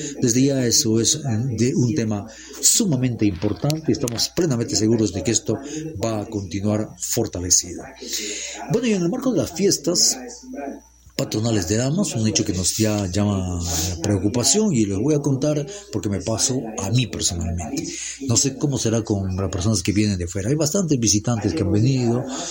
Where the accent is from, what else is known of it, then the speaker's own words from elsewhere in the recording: Lamas, San Martín, Peru; yo soy de Lamas